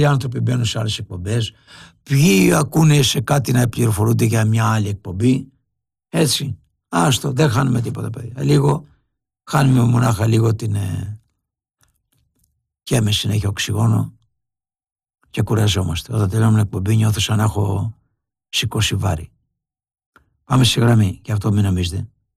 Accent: Livadeia, Central Greece, Greece; από Λιβαδιά, κύριε Ηλία.

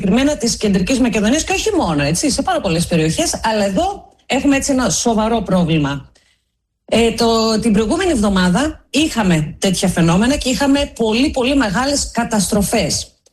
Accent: Trilofo, Central Macedonia, Greece; also born or lived in Monospita, Naousa; Να δώσω πολλούς χαιρετισμούς στα χωριά μου, στον Τρίλοφο της Βέρειας και στα Μονόσπιτα της Νάουσας.

